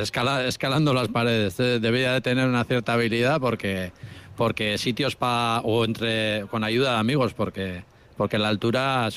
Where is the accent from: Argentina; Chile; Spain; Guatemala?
Spain